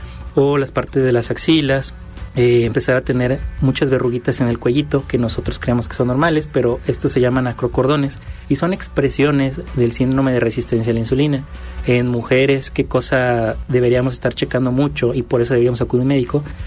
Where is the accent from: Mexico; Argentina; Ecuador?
Mexico; como mexicanos no tenemos una muy buena cultura de cómo alimentarnos